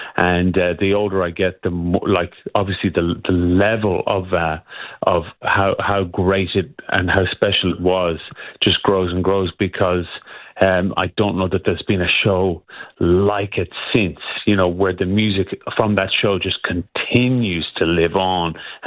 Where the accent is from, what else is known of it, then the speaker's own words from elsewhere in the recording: Longford, Leinster, Ireland; So I'm from Longford in Ireland, so it's the very, very centre, the most central county of Ireland.